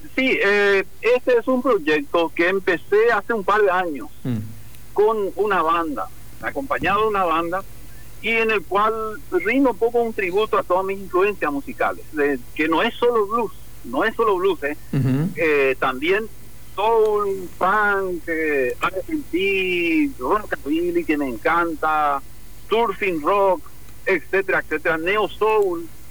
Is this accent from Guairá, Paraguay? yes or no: yes; Villarrica, Guairá, Paraguay; now in Encarnación, Paraguay; Yo soy de Villarrica, uh-huh. a pesar de que vivo en Encarnación, siempre me considero soy de Villarrica. Uh-huh. Esa es mi tierra.